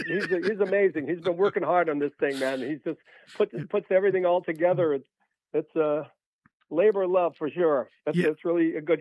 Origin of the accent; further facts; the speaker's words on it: Framingham, Massachusetts, United States; now in Los Angeles, United States; I come from Framingham, Mass. I've been in L.A. since 1980. Been here for 46 years.